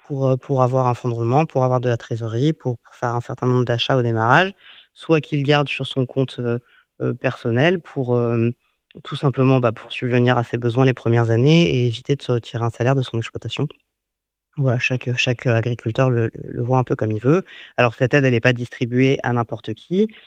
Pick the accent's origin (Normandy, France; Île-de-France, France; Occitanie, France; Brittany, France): Île-de-France, France; Paris; moved away as an adult; now in Hérault, France; Je suis née à Paris, j'ai grandi à Paris, issue d'une famille, issue de domaines professionnels très différents. Et j'ai atterri dans la région pour faire une école d'agronomie à Montpellier.